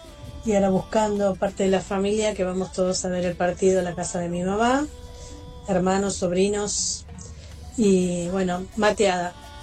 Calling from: Merlo, Buenos Aires Province, Argentina; de Merlo.

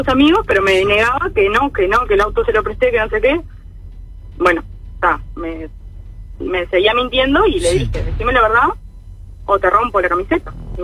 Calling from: Piriápolis, Maldonado, Uruguay; Nosotros somos de Piriápolis.

